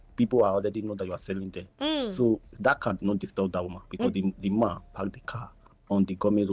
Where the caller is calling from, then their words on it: Adamawa, Nigeria; chatting from Adowawa.